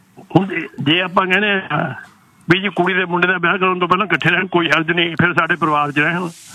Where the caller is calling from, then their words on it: Canada; ਮੈਂ ਵੀ ਕੈਨੇਡਾ, ਮੈਂ ਕੈਨੇਡਾ ਦੇ ਰਹਿਣਾ ਜੀ